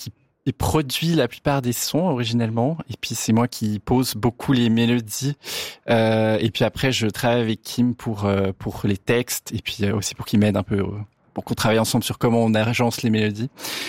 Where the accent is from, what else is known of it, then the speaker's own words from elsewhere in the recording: Vaud, Switzerland; also born or lived in Geneva; moi je suis Genevois, je suis né à Genève, mais j'ai grandi la plus grande partie de ma vie dans le canton de Vaud quand même. Et maintenant j'habite à Lutry, donc je suis quand même un peu vaudois. Mais c'est vrai qu'un Genevois reste un Genevois, on peut pas se mentir.